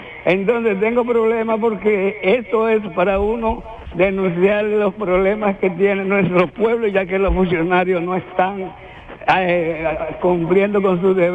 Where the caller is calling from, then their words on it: Villa Jaragua, Bahoruco, Dominican Republic; aquí en Villa Jaragua